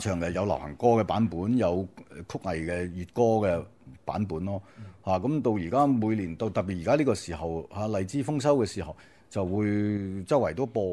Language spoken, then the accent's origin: Cantonese; Guangdong, China; 我哋广东人